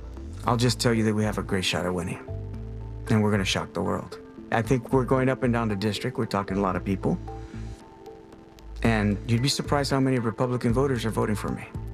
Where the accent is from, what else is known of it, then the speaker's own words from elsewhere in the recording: Texas, United States; When I go other places and I go up north and I tell people I'm from the Rio Grande Valley, where's that?